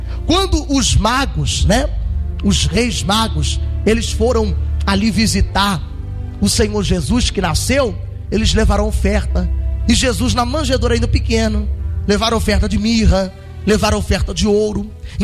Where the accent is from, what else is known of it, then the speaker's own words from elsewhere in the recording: Rio de Janeiro, Brazil; moved away; eu sou um cara que eu fui nascido e criado no Rio de Janeiro